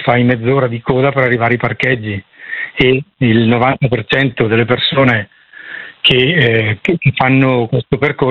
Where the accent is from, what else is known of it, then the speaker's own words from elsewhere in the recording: Lombardy, Italy; Anche io vengo dalla provincia di Brescia, anche qui nel piccolo hanno fatto questo.